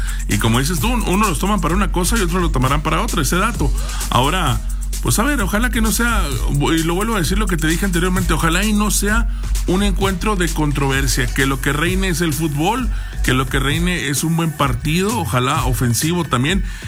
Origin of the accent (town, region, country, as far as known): Mexico